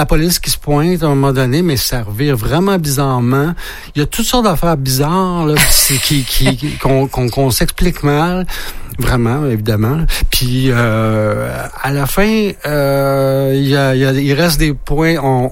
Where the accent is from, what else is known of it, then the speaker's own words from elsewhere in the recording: Quebec, Canada; ça nous dépayse un peu là en tant que Gaspésien.